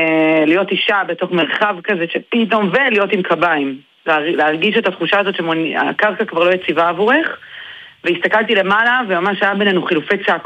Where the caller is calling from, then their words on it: Tel Aviv, Tel Aviv District, Israel; אני ואחי, מתל אביב